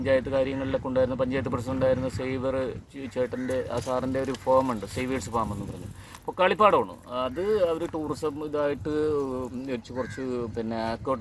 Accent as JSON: {"language": "Malayalam", "area": "Ernakulam", "region": "Kerala", "country": "India", "said": "നമ്മുടെ ഈ എറണാകുളത്ത് അല്ലെങ്കിൽ കേരളത്തിൽ"}